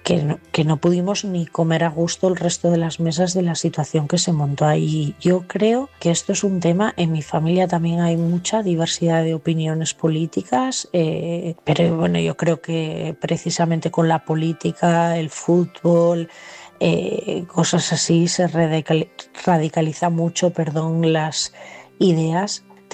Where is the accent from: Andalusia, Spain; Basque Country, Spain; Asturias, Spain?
Asturias, Spain; de Asturias, esta noche desde León